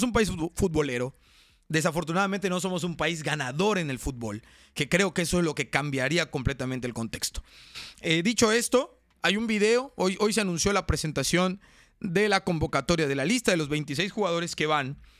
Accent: Mexico

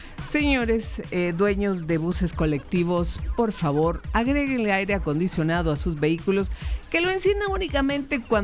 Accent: Guatemala; born there; now in Cobán, Guatemala; Ahora llego a mi pueblito natal

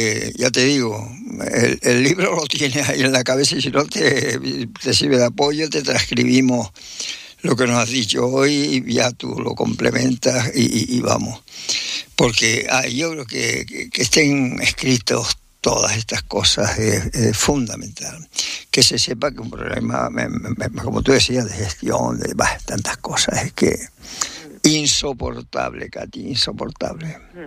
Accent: Lanzarote, Canary Islands, Spain; born there; Yo nací en Lanzarote

